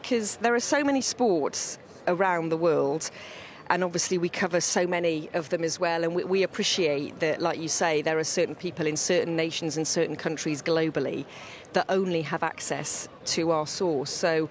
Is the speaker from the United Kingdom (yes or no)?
yes; United Kingdom; being British myself, I've obviously got a large knowledge about the domestic players from Britain.